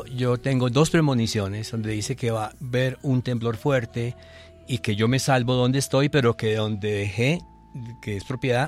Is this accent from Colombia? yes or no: yes; Manizales, Caldas, Colombia; Cuando no, resulta Manizales, que es mi tierra donde nací, la catedral donde me bautizaron, pues sufrió todos esos daños.